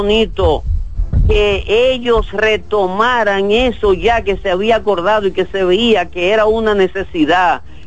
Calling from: Santiago de los Caballeros, Santiago, Dominican Republic; de Santiago.

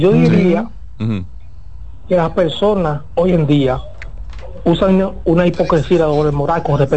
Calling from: Cotuí, Sánchez Ramírez, Dominican Republic

